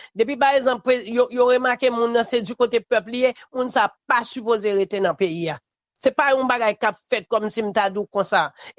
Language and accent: French; Haiti